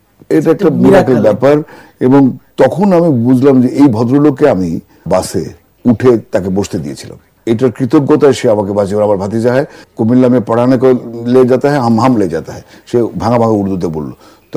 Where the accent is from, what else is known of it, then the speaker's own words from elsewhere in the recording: Sirajganj, Rajshahi Division, Bangladesh; আমার বাড়ি সিরাজগঞ্জে, যমুনা পারের সন্তান আমি। সেখানে আমার নানার বাড়িতে 48 সেপ্টেম্বরে জন্ম।